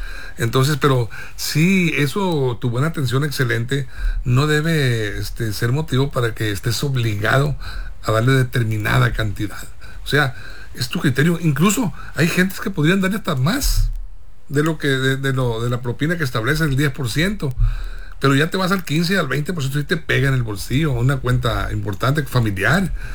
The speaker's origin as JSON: {"language": "Spanish", "town": "Guamúchil", "region": "Sinaloa", "country": "Mexico", "tie": "born or raised there", "said": "en Guamúchil, Sinaloa, mi tierra"}